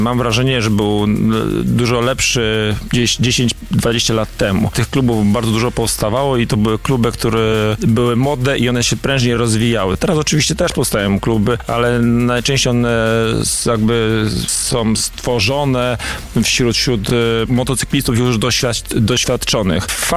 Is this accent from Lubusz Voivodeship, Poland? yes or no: no; Słupca, Greater Poland Voivodeship, Poland; Flaga Słupcy i barwy Słupcy i to, że jesteśmy ze Słupcy i z powiatu słupeckiego